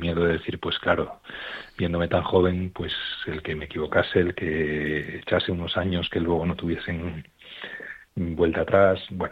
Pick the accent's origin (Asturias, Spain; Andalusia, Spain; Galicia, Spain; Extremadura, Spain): Asturias, Spain; Oviedo; born there; soy jesuita, soy asturiano